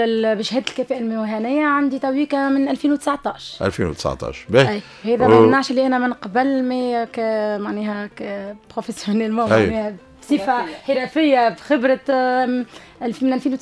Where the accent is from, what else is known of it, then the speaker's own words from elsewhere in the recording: Tunisia; انا تونسيه نخدم في صنعه تونسيه ونحبها في بلادي.